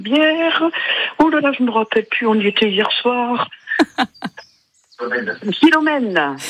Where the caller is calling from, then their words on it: Paimpol, Brittany, France; moi je suis de Paimpol